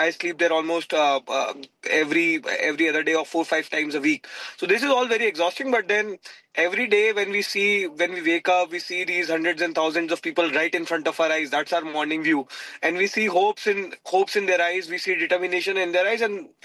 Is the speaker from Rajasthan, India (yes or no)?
yes; Jaipur, Rajasthan, India; English is a second language; As I speak, my hometown, Jaipur, there has been a protest going on for 36 hours.